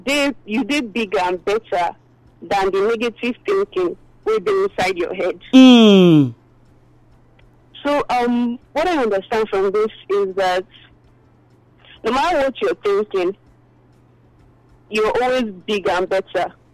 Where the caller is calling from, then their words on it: Port Harcourt, Rivers, Nigeria; I'm from Port Harcourt.